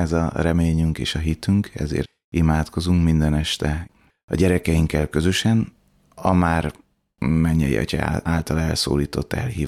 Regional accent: Budapest, Hungary; Egy 4 gyermekes családba születtem. Szüleim nagyon-nagyon hittel neveltek bennünket. Tehát nem volt kérdés az, hogy este imádság van, az sem volt kérdés, hogy a hét napján minisztrálunk a közeli Szent Családtemplomban Budapesten, a 6. kerületben.

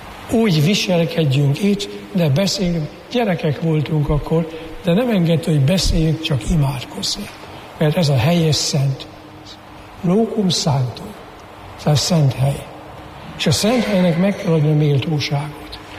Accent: Hungary; Még azt mondom, és magyar, hát az vagyok, magyar vagyok.

